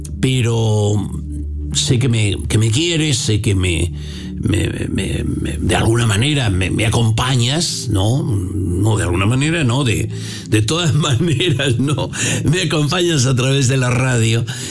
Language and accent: Spanish; San Román de los Caballeros, Castile and León, Spain; moved away; Yo estaba en mi pueblo, en San Román de los Caballeros. Ahí estábamos los 3 domingos anteriores. Desde ahí hicimos el programa, desde mi pueblo, en la provincia de León.